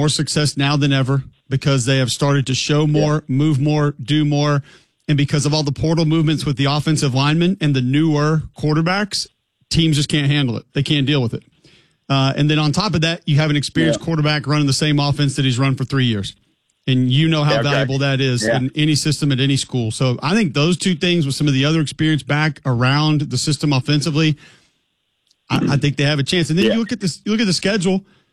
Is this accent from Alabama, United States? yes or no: yes; Alabama, United States; because we grew up in Alabama.